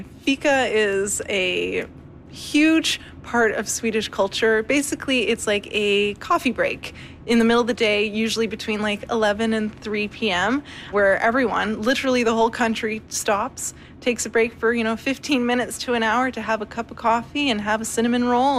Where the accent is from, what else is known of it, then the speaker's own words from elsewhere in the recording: Barrier, British Columbia, Canada; I'm from Barrier, British Columbia